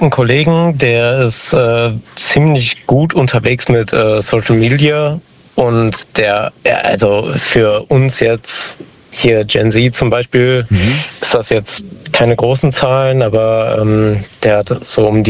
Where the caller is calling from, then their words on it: Montabaur, Rhineland-Palatinate, Germany; Aus der Ecke Hessen, aus Montabaur ungefähr.